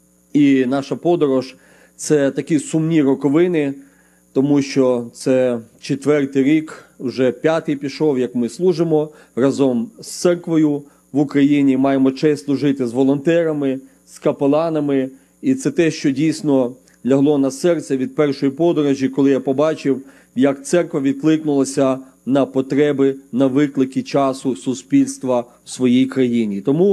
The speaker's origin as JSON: {"language": "Ukrainian", "town": "Rivne", "region": "Rivne Oblast", "country": "Ukraine", "tie": "born or raised there", "moved": "yes", "lives_now": "United States", "said": "Родом із Рівенщини, я сам з Рівного, і народився в Рівному."}